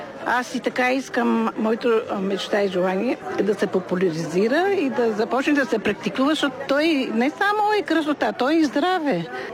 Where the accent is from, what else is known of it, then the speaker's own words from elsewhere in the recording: Pazardzhik, Pazardzhik Province, Bulgaria; съм от Пазарджик.